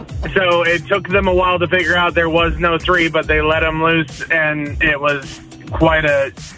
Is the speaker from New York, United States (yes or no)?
no; Idaho, United States; I'm from Idaho, little rural farm town.